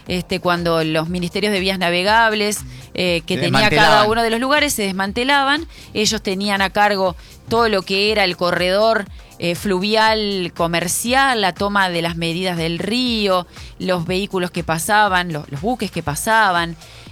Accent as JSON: {"language": "Spanish", "country": "Argentina"}